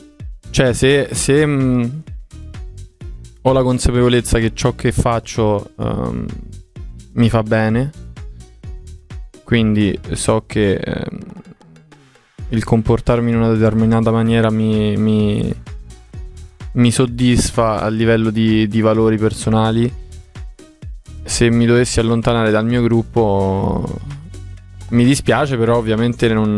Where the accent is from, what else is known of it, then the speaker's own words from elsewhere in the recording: Fiano Romano, Lazio, Italy; moved away; nel mio paesino a Roma, cioè a Fiano Romano